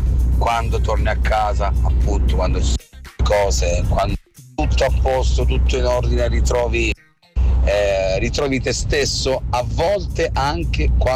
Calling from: Palermo, Sicily, Italy; da Palermo.

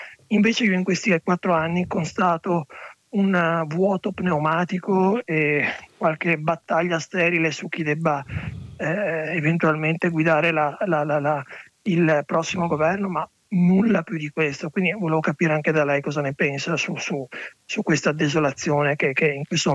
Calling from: Milan, Lombardy, Italy; da Milano

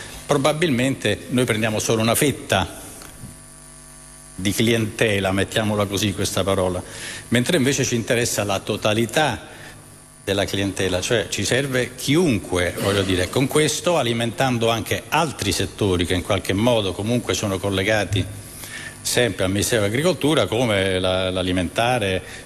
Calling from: Naples, Campania, Italy; ma sono napoletano anch'io

